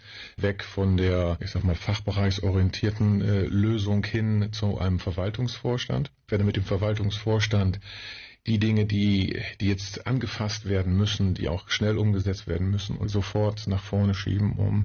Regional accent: Germany; Ich bin Urfahreler, also richtig in Fahreln geboren, im Jahre 1964 und habe in Fahreln die Schule besucht, das Gymnasium, bin dort aufgewachsen

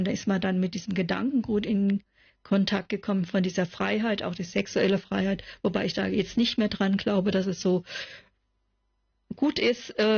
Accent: Southern Germany, Germany; now in Northern Germany, Germany; Ich bin ja aus Süddeutschland und meine Mutter kommt aus Badisch-Sibirien und das Madonnenländer. Es ist also ein sehr christlich und katholisches Gebiet.

